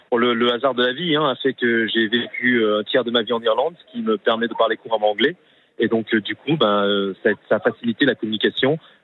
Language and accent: French; Clermont-Ferrand, Auvergne-Rhône-Alpes, France; also born or lived in South Korea; je suis né en Corée du Sud, à une date qu'on ne connaît pas, avec plein d'informations que malheureusement on ne connaît pas. Et ce, malgré avoir été élevé dans une famille très aimante de Clermont-Ferrand, dans les alentours de Clermont-Ferrand